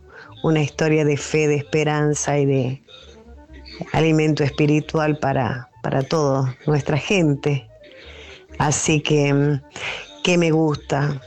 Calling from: Embarcación, Salta, Argentina

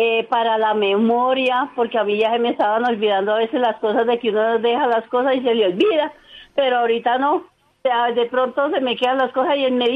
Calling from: Bogotá, Bogotá Capital District, Colombia; Yo me encuentro aquí en Candelaria, Arbolizadora Baja.

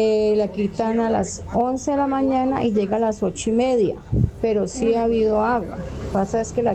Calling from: Cali, Valle del Cauca, Colombia; Yo vivo en Terrón

